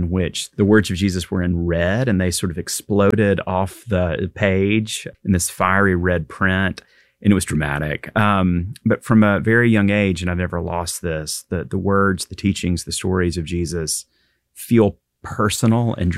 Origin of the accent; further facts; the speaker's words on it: Guntersville, Alabama, United States; United Methodist, a little bitty United Methodist church in Guntersville, Alabama, my hometown.